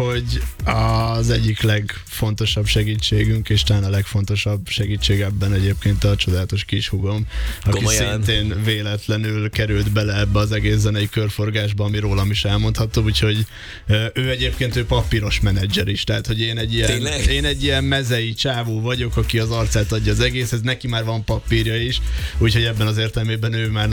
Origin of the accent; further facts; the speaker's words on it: Zalaegerszeg, Zala, Hungary; Zalaegerszegiként nagyon magát értetődő volt, tehát hogy ott Zalaegerszegen van egy menhely